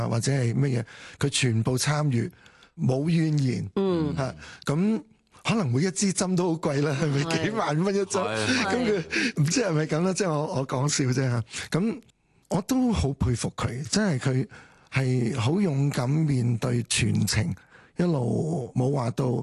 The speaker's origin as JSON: {"language": "Cantonese", "town": "Shunde", "region": "Guangdong", "country": "China", "said": "因為我係順德人嚟嘅，我煮嘢係別有一手嘅。"}